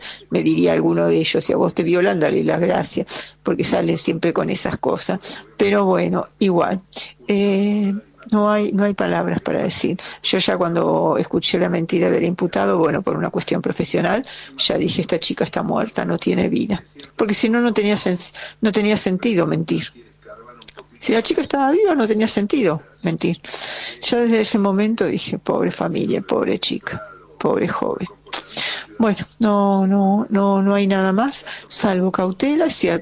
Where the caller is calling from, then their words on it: Buenos Aires, Argentina; del Cid Campeador